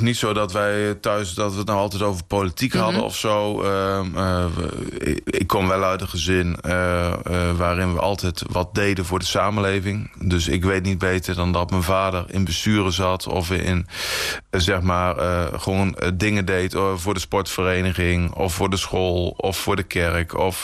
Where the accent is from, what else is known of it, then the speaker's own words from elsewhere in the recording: Kampen, Overijssel, Netherlands; Ja, nou ja, kijk, ik kom uit IJsselmuiden-Kampen. Dus ik ben ook nog steeds kerkelijk actief. Wel echt in een christelijke gemeenschap opgegroeid.